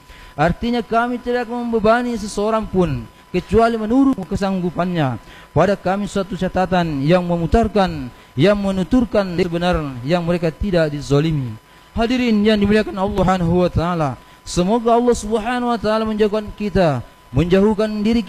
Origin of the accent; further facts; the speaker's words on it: Indonesia; Arabic is a second language; أم بلدنا إندونيسيا خاصة وسائر البلدان المسلمين عامة يا رب العالمين.